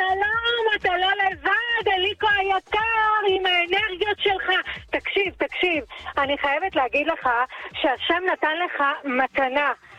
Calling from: Ramat Gan, Tel Aviv District, Israel

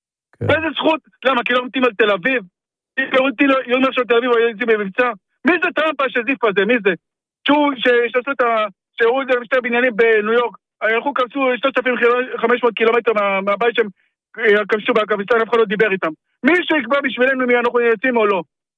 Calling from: Nahariya, Northern District, Israel; אני גר בנערי

